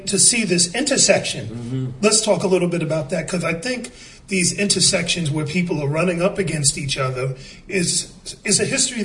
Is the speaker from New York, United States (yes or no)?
yes; New York, United States; You know, as a black man growing up in New York